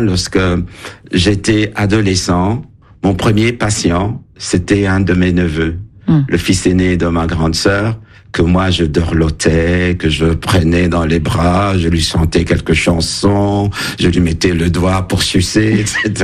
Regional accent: Lubumbashi, Haut-Katanga, DR Congo; born there; Ben évidemment, le Katanga, parce que je suis né à Elisabethville, hein, on appelait ça Elisabethville, où j'ai des souvenirs de l'enfance

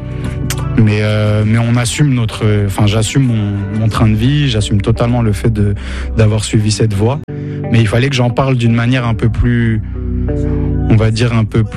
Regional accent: Morocco; Bah après faut pas oublier que je suis marocain aussi.

